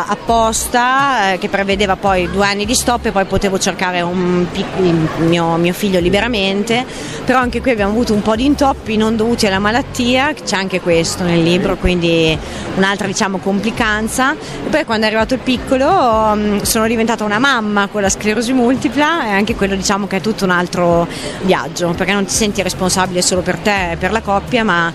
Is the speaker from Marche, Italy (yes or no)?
no; Emilia-Romagna, Italy; E io sono emiliana, okay.